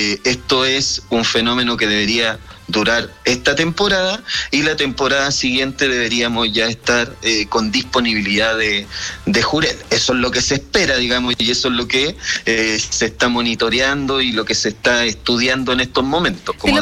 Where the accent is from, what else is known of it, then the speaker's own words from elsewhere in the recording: Talcahuano, Biobío, Chile; Yo soy particularmente de Talcahuano, conozco la historia muy bien. En Talcahuano llegaron a capturar cerca de 4 millones de toneladas de jurel en los años 90.